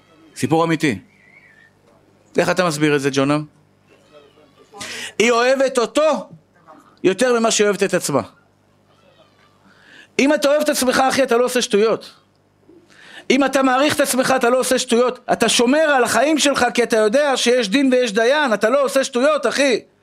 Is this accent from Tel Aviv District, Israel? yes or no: yes; Tel Aviv, Tel Aviv District, Israel; היום אני הולך לדבר בקריית שלום בתל אביב, בבית כנסת שבו גדלתי בתור ילד